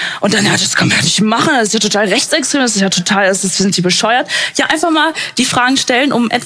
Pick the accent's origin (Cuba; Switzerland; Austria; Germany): Germany; Aber wenn ich als Deutsche mit sogar Migrationshintergrund sagen möchte, ich möchte mal in Deutschland fahren hinhängen